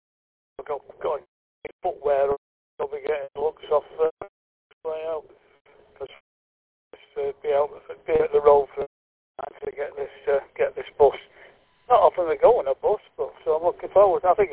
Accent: Manchester, North West England, United Kingdom; moved away as an adult; now in Wrexham, United Kingdom; We live over near Wrexham, but we're from Manchester originally. And moved out into Wrexham about 2011.

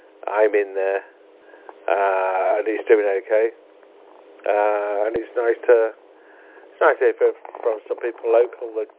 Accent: Lichfield, West Midlands, United Kingdom; now in Walsall, United Kingdom; your neck of the woods is mine, really, because I was born and bred in Lichfield. And my family are all in Lichfield

